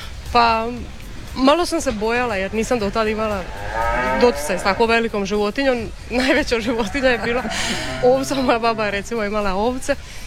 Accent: Donji Zemunik, Zadar County, Croatia; dolazimo iz Donjeg Zemunika. Imamo farmu mliječnih krava, bavimo se proizvodnjom i preradom mlijeka.

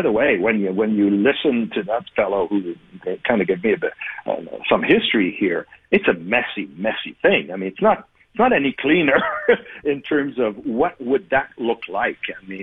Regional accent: Canada; I'm from Canada.

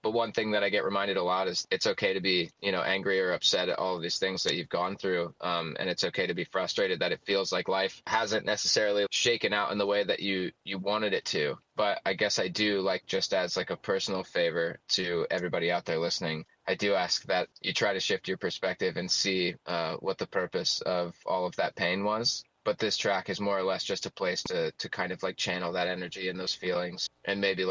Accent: New Orleans, Louisiana, United States; I was born and raised in New Orleans. I went through Hurricane Katrina

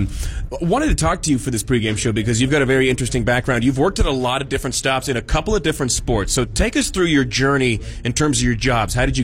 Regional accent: Pittsburgh, Pennsylvania, United States; Yeah, I'm from the Pittsburgh area, so I know that school well.

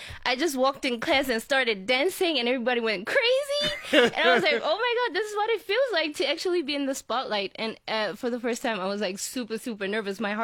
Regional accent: Letlhabile, North West, South Africa; I was born and raised in Letlhabile 0264.

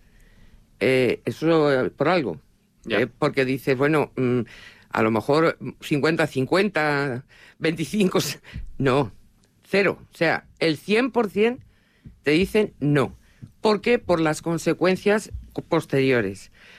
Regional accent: Talavera de la Reina, Castilla-La Mancha, Spain; la entrada que tenemos todos los talaveranos cuando venimos de Madrid normalmente

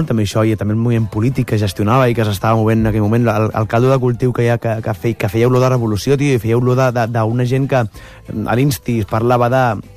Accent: Cambrils, Catalonia, Spain; born there; I jo vaig néixer a Cambrils, ja.

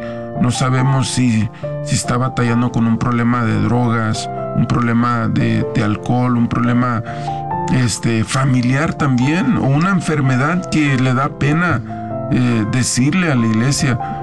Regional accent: Guanajuato, Mexico; soy de Guanajuato.

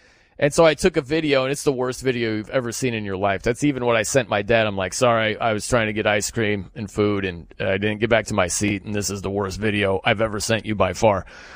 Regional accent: South Bend, Indiana, United States; So I'm from South Bend, Indiana.

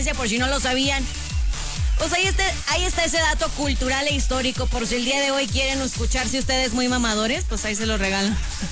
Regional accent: Mexico; nosotros, que somos mexicanos

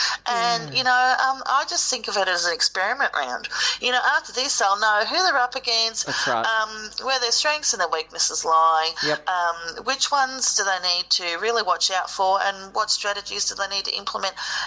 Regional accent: Hay, New South Wales, Australia; We come from Hay. We don't have a lot of resources, but tennis does actually have these magnificent resources of the Callaghan family.

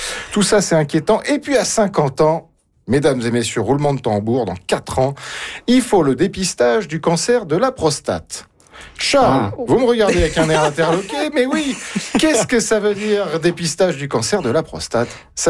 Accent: France; moi je suis français.

